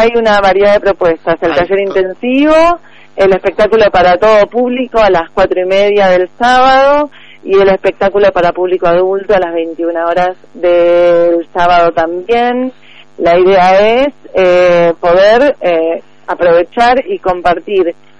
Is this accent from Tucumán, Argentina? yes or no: no; El Bolsón, Río Negro, Argentina; Yo soy del Bolsón